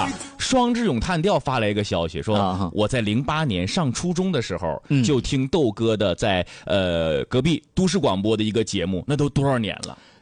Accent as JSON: {"language": "Chinese", "town": "Dalian", "region": "Liaoning", "country": "China", "said": "就咱们大连人出手了。"}